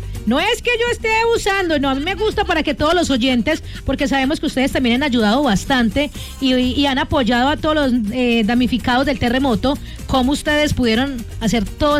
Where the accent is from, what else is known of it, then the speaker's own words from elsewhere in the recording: Belén, Antioquia, Colombia; yo soy de Belén.